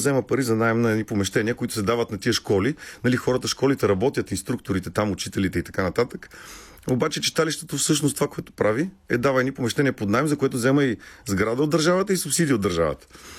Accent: Dupnitsa, Kyustendil Province, Bulgaria; аз понеже съм от Дупница, на едно място в Дупница, което направихме едно време

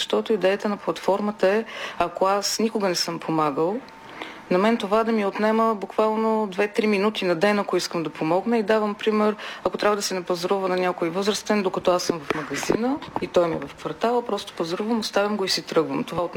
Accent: Plovdiv, Plovdiv Province, Bulgaria; аз съм от Пловдив

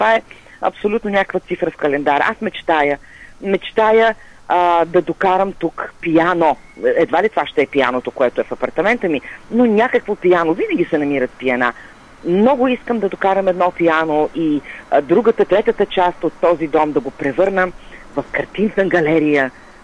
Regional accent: Sofia, Sofia City, Bulgaria; moved away as an adult; now in Ezerovo, Bulgaria; Тоест родена в центъра на София и израснала цял живот в столицата.

